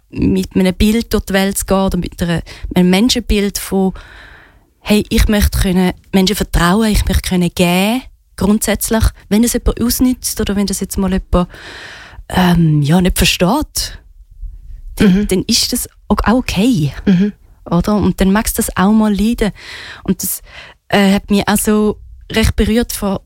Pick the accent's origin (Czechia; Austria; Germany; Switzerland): Switzerland; ich bin in der Schweiz geboren, Schweizer Pass, Schweizer Ausbildung und alles hier genossen und habe sehr viele Privilegien.